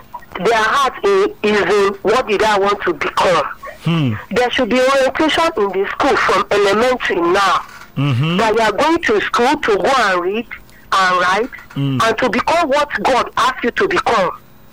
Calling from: Lagos, Nigeria; I'm calling from Okoko.

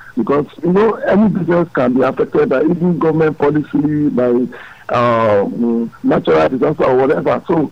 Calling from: Lagos, Nigeria; I'm greeting you from Lagos, from Ogun State, from Oyo State.

